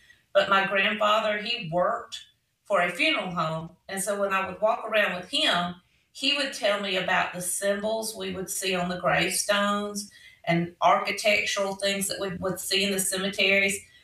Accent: Greenville, Alabama, United States

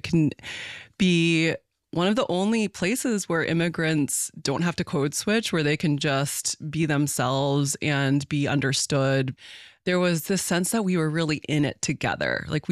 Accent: United States; I was just so fundamentally formed by Christianity, especially the flavor of it that I grew up with in America.

